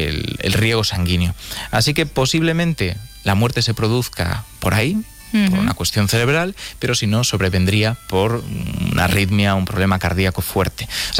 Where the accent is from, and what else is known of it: Galicia, Spain